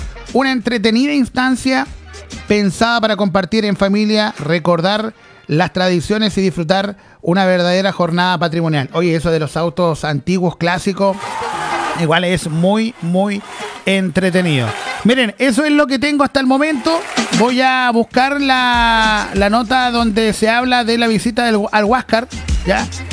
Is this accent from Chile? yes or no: yes; Los Ángeles, Biobío, Chile; Ah, de mi tierra, Pisa.